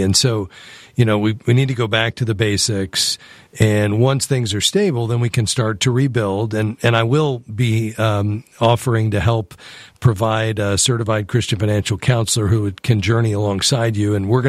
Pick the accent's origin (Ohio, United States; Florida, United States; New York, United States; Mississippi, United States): Florida, United States; now in Atlanta, United States; Oh, I'm actually from originally South Florida. I'm currently in Atlanta is where I'm based out